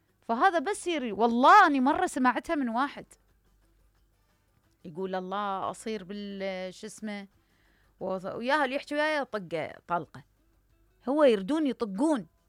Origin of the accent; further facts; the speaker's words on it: Iraq; أنك تهين كرامتي كإنسان كمواطن عراقي